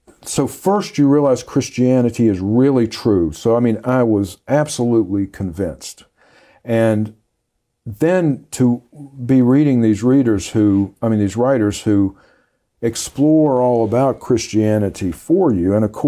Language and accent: English; the South, United States; I grew up in the South. You're Protestant or Catholic.